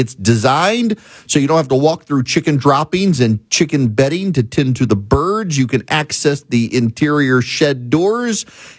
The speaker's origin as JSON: {"language": "English", "region": "Dubai", "country": "United Arab Emirates", "tie": "born or raised there", "said": "when I was a kid in the Middle East because I grew up in Dubai"}